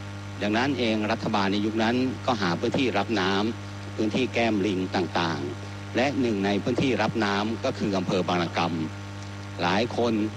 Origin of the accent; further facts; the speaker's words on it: Phitsanulok, Thailand; born there; ผมเนี่ยเกิดเป็นคนพิษณุโลก